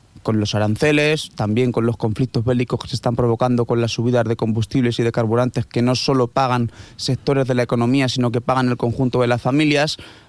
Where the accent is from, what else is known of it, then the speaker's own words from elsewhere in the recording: Castilla-La Mancha, Spain; como demócrata y como castellano manchego